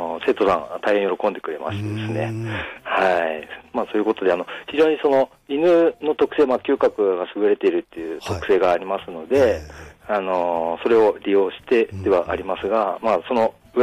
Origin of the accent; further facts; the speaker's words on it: Hakodate, Hokkaido, Japan; 私はもう函館出身で、今、まあ、函館で仕事させてもらっているという